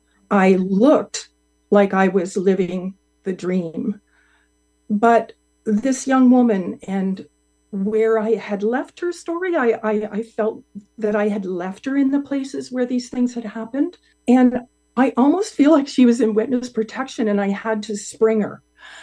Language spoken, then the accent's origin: English; Scotland, United Kingdom; I'm Scottish